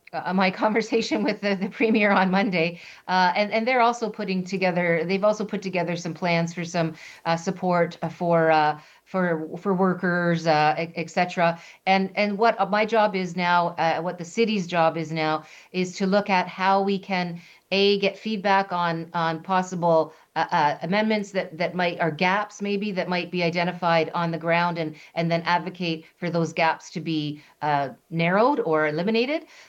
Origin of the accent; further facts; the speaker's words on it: Canada; we have to be really prepared to fight and to fight in a way that is going to make it clear that we're never going to become anything but Canada, and we are never going to allow another country to tell us how to be Can